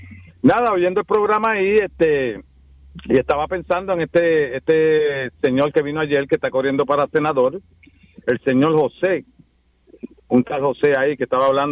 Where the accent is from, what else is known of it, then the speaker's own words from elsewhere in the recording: St. Croix, U.S. Virgin Islands; Yo soy hispano, yo me crié en Machuchal. En el 1971, cuando nosotros vinimos a Santa Cruz, fue a Machuchal que nosotros vinimos a vivir.